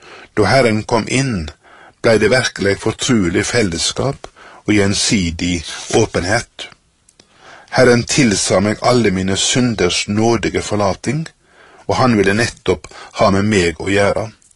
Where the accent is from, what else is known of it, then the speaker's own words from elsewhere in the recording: Bremnes, Vestland, Norway; born there; Jeg glemmer aldri mitt første vitnemål på Yngres hjemme på Bremnes.